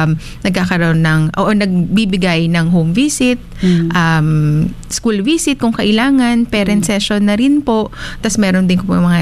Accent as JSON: {"language": "Tagalog", "town": "Manila", "region": "Metro Manila", "country": "Philippines", "said": "Manila po."}